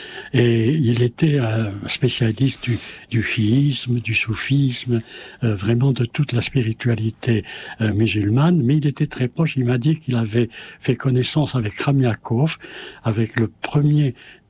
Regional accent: Bordeaux, Nouvelle-Aquitaine, France; moved away; je suis bordelais à l'origine.

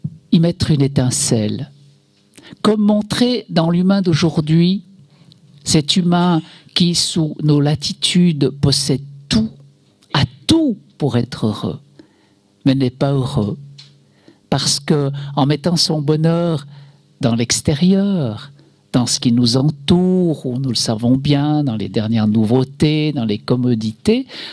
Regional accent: Switzerland; Chez nous en Suisse, c'est permis des associations comme Exit, qui assiste le suicide.

